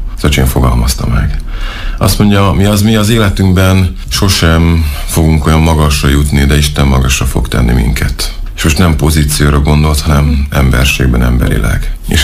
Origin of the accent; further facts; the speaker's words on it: Tiszántúl, Hungary; Elindultam, nem is Debrecenbe elsősorban, én tiszántúli vagyok, hanem elindultam Sárospatakra.